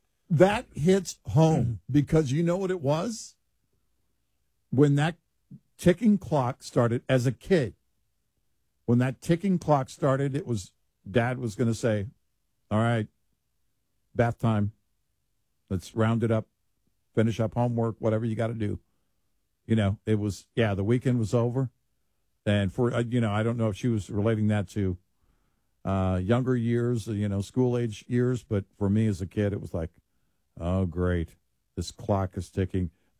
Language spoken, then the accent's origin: English; Texas, United States; Growing up, I was going to say, growing up in Texas, I knew summer was